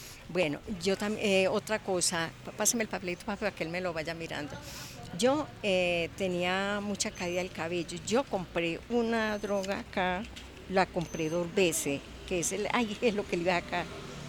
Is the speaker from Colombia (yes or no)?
yes; Medellín, Antioquia, Colombia; Vengo de Manrique.